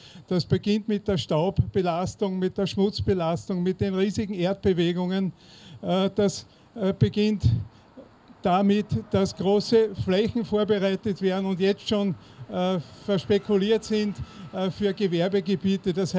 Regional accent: Essling, Vienna, Austria; Hallo, ich bin aus Essling, bin Biologe

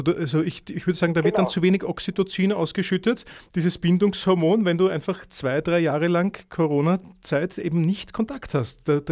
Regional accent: Vienna, Austria; ich bin Wiener.

